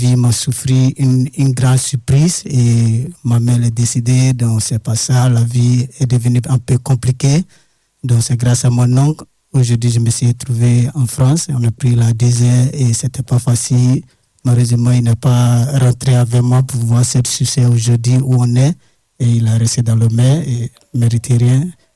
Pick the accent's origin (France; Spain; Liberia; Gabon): Liberia; French is a second language; Je viens du Liberia.